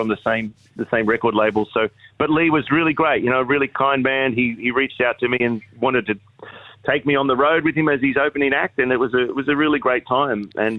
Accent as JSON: {"language": "English", "town": "Wagga Wagga", "region": "New South Wales", "country": "Australia", "tie": "born or raised there", "moved": "yes", "said": "Yeah, Wagga's a great town. You know, it's always been really kind to me. I grew up there, so it's my hometown."}